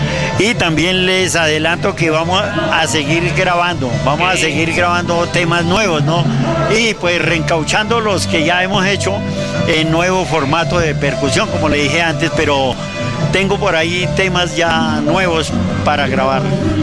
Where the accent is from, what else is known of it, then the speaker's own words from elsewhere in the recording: La Vega, Cundinamarca, Colombia; now in Bogotá, Colombia; Yo soy de La Vega, Cundinamarca. El barrio caliente de Bogotá.